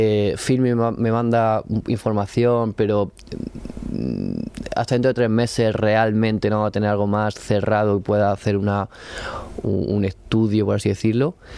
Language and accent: Spanish; Region of Murcia, Spain; Murcia se habla en Madrid, yo cuando digo soy de Murcia dicen, wow, conocemos gente, se habla muy bien, quiero decir.